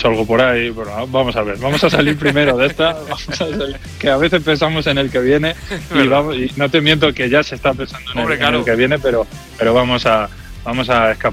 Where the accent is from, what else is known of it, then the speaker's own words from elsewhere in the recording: Daimiel, Castilla-La Mancha, Spain; Nosotros somos de Daimiel, no vivimos en Daimiel, pero es nuestra forma también de volver y de volver al pueblo